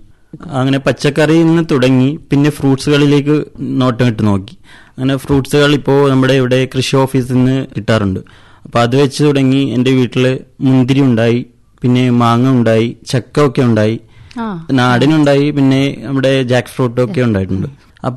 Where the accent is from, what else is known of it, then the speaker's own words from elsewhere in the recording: Kavaratti, Lakshadweep, India; ഞാൻ കവരത്തി സ്വദേശിയാണ്.